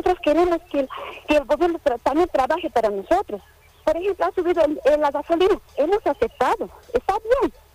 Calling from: La Paz, Bolivia; le estoy llamando desde Río Abajo.

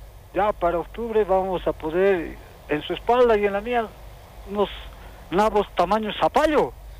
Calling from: La Paz, Bolivia; desde la región de Quiliquili, Chuquiago.

